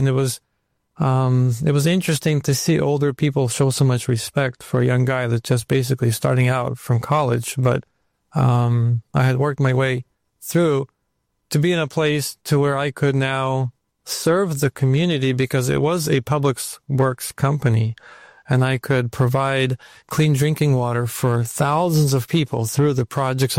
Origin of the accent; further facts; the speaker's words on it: Ukraine; now in California, United States; We came over with my father from Ukraine right when communism fell apart